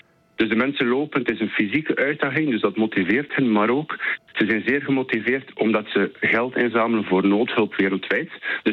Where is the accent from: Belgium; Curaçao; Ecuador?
Belgium; Bruges, Flanders; accent: Flemish; moved away as an adult; now in Amsterdam, Netherlands; ik kom uit Brugge, maar ik woon al 9 jaar in Nederland, in Amsterdam.